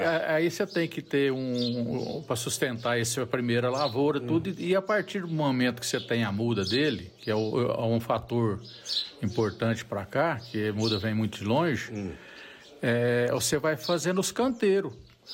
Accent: Minas Gerais, Brazil; now in Formosa, Brazil; Mesmo que eu já tinha uma certa experiência com abacaxi quando eu vim de Minas... Eu já plantei muita lavoura de abacaxi lá. E, por vias do mundo, eu vim parar aqui em Formosa.

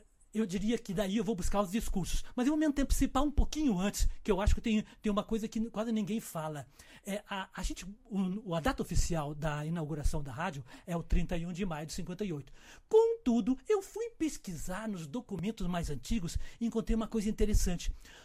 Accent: Porto Alegre, Rio Grande do Sul, Brazil; eu sou de Porto Alegre.

